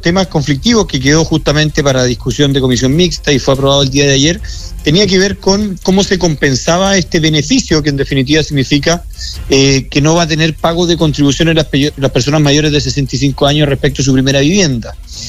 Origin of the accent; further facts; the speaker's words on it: Maule, Chile; Yo soy del Maule, conozco Empedrado